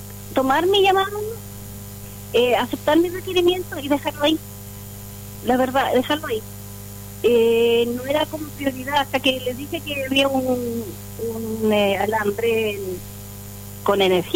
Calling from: Chile; Estoy llamando del sector Paso Seco Sur.

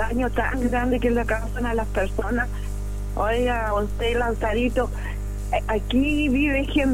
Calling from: Chile; De acá, …

